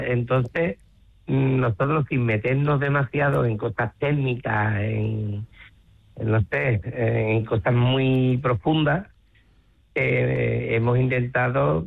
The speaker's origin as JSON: {"language": "Spanish", "town": "Seville", "region": "Andalusia", "country": "Spain", "said": "nosotros somos de Sevilla"}